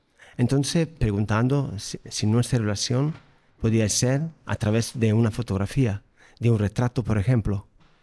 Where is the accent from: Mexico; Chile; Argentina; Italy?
Italy; Sardinia; Spanish is a second language; in Sardegna, mi tierra